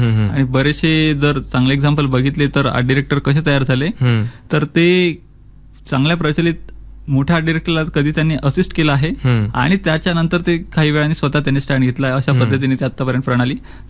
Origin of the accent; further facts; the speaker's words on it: Yavatmal, Maharashtra, India; moved away; also born or lived in Nagpur / Mumbai; मूळ माझं गाव यवतमाळचं